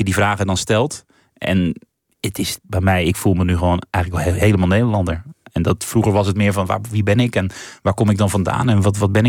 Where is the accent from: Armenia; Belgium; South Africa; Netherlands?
Armenia; En ik was echt tot over mijn oren verliefd op een Turks meisje. Wat ook niet hielp, want er kwam een soort loyaliteitskwestie van... ik ben Armeens, mag ik dit wel, kan ik dit wel?